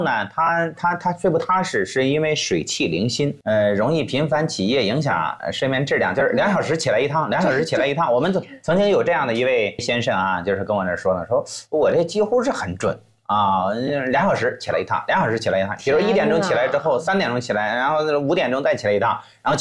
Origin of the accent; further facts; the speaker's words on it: China; 我们中国人